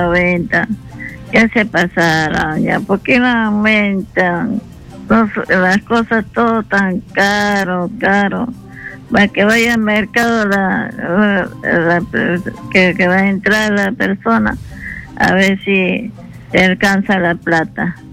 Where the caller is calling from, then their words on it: Lima, Peru; De Breña.